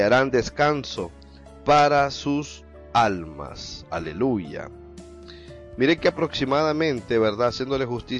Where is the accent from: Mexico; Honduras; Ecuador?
Honduras; en mi país, acá Honduras